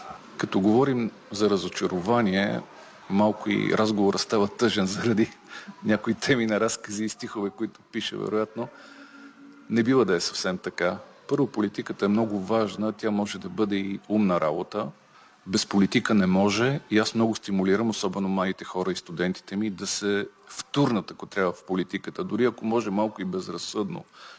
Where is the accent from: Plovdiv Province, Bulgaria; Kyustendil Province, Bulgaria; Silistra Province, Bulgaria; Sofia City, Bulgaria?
Kyustendil Province, Bulgaria; близо до родното ми село Метоха Орлица преди Рилския манастир